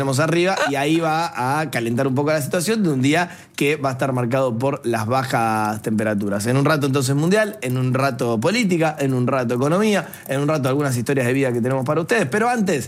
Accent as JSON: {"language": "Spanish", "country": "Argentina", "said": "somos nosotros los argentinos"}